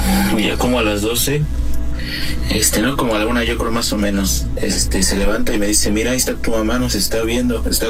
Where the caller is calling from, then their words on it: Toluca, State of Mexico, Mexico; De aquí de Toluca, en el Estado de México.